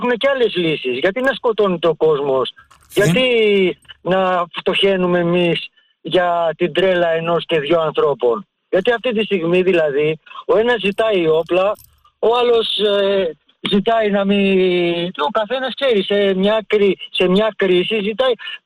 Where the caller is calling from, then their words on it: Ilioupoli, Attica, Greece; είμαι από Ηλίουπολη.